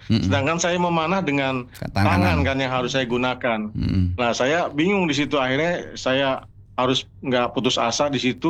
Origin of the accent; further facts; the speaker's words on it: Jakarta, Indonesia; Klub dan DKI gitu kan, DKI karena saya dari DKI.